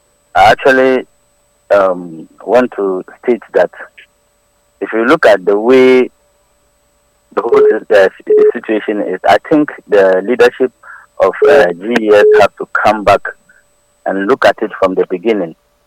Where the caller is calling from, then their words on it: Accra, Greater Accra, Ghana; I'm calling from Dansoman.